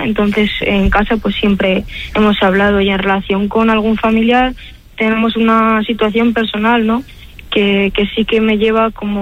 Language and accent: Spanish; Hormilla, La Rioja, Spain; en Hormilla, en un pueblo de La Rioja, de donde yo soy.